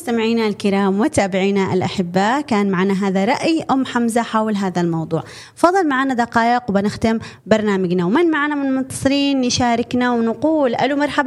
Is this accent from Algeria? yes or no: no; Yemen; عندنا في اليمن